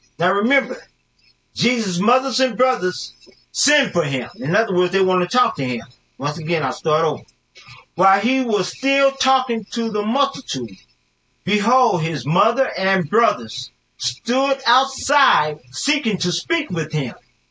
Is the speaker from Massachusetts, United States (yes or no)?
no; Oklahoma City, Oklahoma, United States; I'm from Oklahoma City, Oklahoma.